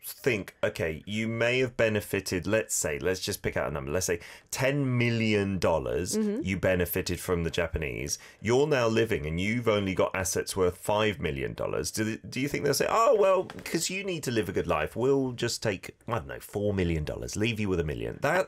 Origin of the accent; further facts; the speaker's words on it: United Kingdom; Are you going to take away half my assets? Because I'm British.